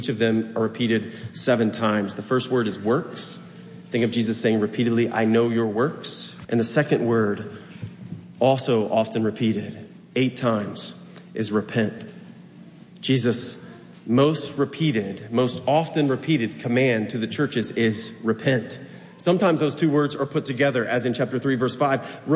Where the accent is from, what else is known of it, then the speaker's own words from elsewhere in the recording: United States; we in America, and as American Christians